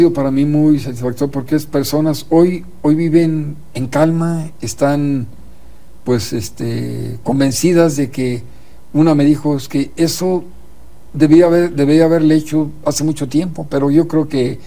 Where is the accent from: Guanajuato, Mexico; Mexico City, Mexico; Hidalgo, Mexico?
Guanajuato, Mexico; now in Querétaro, Mexico; Sí, pues ya más queretano, adoptado. Soy guanajuato, pero ya realmente Querétaro nos abrió las puertas, su corazón, nos dio trabajo y soy queretano, realmente. Tengo dos ciudadanías, como dicen.